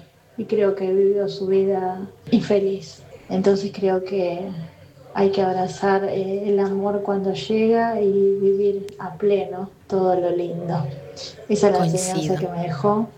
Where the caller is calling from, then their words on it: Avellaneda, Buenos Aires Province, Argentina; soy de Avellaneda.